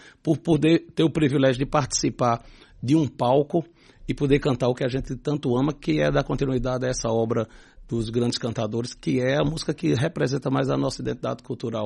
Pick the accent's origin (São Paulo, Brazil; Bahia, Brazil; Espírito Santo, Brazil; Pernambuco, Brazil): Pernambuco, Brazil; Serra Talhada; also born or lived in Garanhuns / Caruaru; Então eu saí de Serra Talhada, depois moramos em Garanhuns, depois moramos em Caruaru, que foi outro grande choque positivo na minha formação